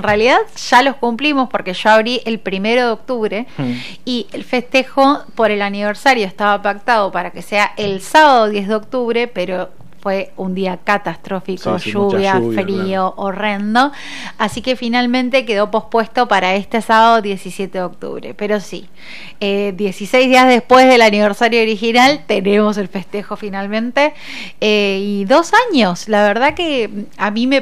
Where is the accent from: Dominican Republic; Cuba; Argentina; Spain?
Argentina; Tolosa, Buenos Aires Province; Y yo soy de Tolosa, yo siempre viví en Tolosa. La casa de mi infancia, la casa de mi madre, está sobre la 520, que es la limítrofe entre, uh-huh, Tolosa y Ringelet, y yo en ese momento vivía del lado de Ringelet